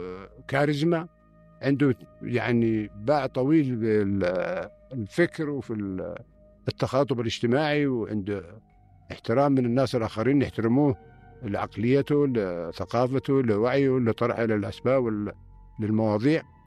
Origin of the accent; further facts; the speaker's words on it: Sanaa, Amanat Al Asimah, Yemen; هنا عندنا في صنعاء